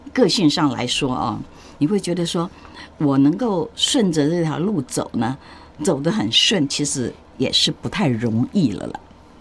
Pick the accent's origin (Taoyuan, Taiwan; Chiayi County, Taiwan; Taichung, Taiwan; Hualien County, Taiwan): Taoyuan, Taiwan; 那我们这桃园呢，因为我是桃园人